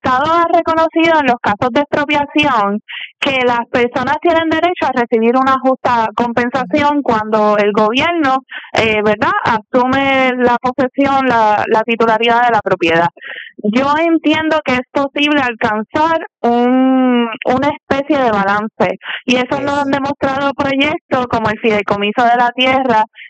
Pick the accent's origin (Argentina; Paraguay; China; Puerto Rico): Puerto Rico; Patillas; Yo vengo del barrio Fondo de Chaco, que era arriba de Patilla.